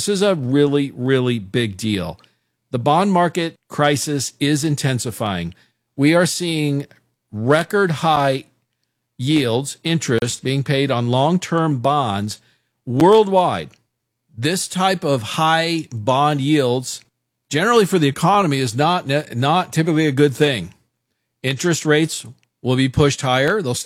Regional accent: Kansas City, Missouri, United States; born there; I'm like, "No, I was born in Kansas City, Missouri." So I'm as American as it comes, but I am half Hungarian, my dad's heritage, something I'm proud of.

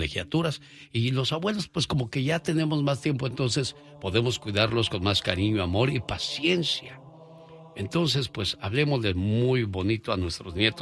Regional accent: Tijuana, Baja California, Mexico; moved away; Salí de Tijuana, pero Tijuana nunca salió de mí.

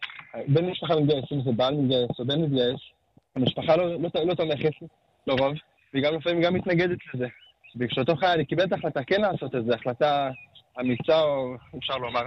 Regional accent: Jerusalem, Jerusalem District, Israel; אני מירושלים

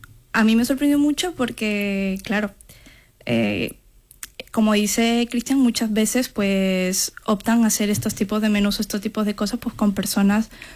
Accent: Peru; now in Spain; Ya que vengo de Perú.

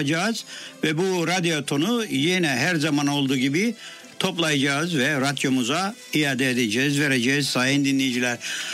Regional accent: Cyprus; accent: Turkish Cypriot dialect; Biz kendi şivemizle, kendi dilimizle yayın yapıyoruz.

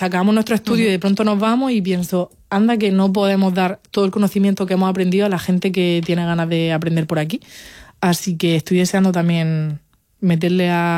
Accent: Tabernas, Andalusia, Spain; O sea, del teatro de mi pueblo, ahí en Taberna, a la ópera de Oslo.

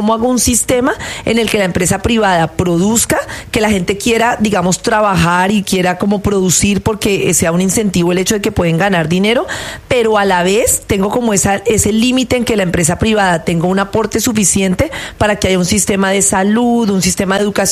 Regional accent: Colombia; así como los colombianos somos muy unidos

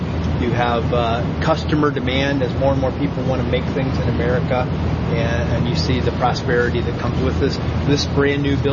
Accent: Montpelier, Ohio, United States; Yeah, so I grew up not far from here. I grew up in Montpelier, Ohio. The factory my dad worked at closed when I was graduating high school.

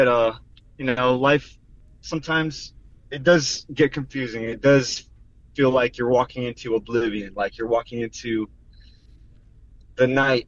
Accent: Gila River, Arizona, United States; On our lands, you know, we come from Gila River and Thonathan Nation, and, you know, our story began where we come from.

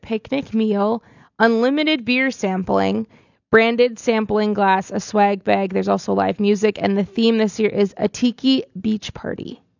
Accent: Wahpeton, North Dakota, United States; I am biased from Wahpeton, but this is a really cool event.

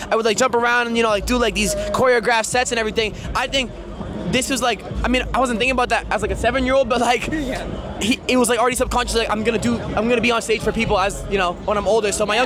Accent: Canada; I do dance music, and I'm from Canada, far away and different genre, but people still loved it.

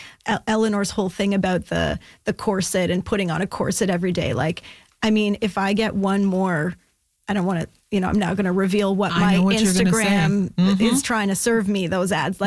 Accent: Ottawa, Ontario, Canada; I'm actually from Ottawa originally

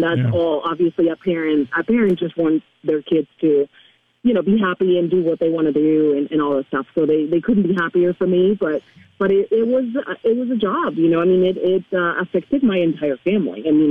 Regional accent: Spain; first language Spanish; English is a second language; I'm from Spain, so Spanish is my first language. I kind of had to learn English as part of learning to fly.

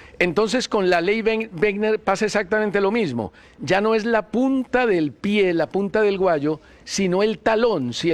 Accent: Colombia; que a uno como colombiano

